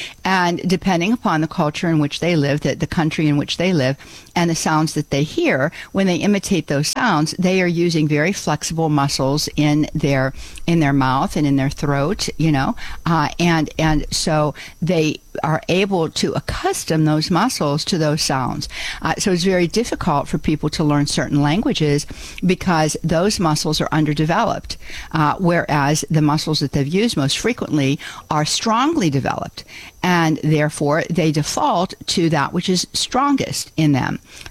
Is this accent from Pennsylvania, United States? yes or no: yes; Pittsburgh, Pennsylvania, United States; accent: Pittsburgh; I cannot completely ditch my Pittsburgh accent. I never want to completely ditch my rootedness in the Steel City.